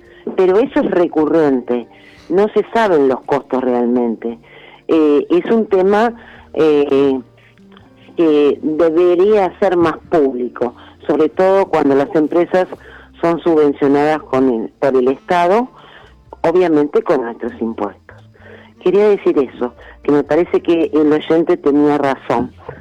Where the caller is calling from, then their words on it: Buenos Aires, Argentina; de Boedo.